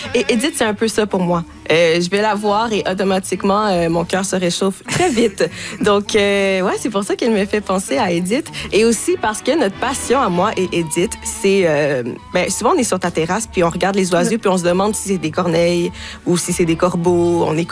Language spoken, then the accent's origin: French; Haiti; Bien, c'est ça, je suis haïtienne